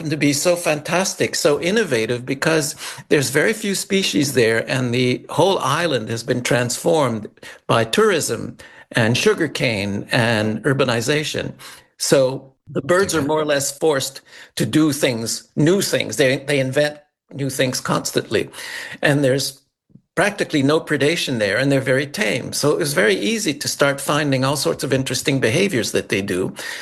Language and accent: English; Montreal, Quebec, Canada; Yes, I grew up in Montreal. I've never been much of a nature person, and actually I was more comfortable in the city.